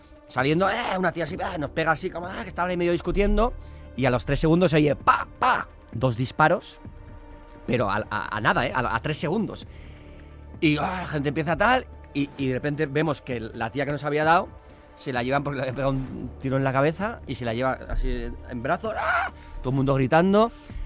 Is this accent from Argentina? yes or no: no; San Sebastián, Basque Country, Spain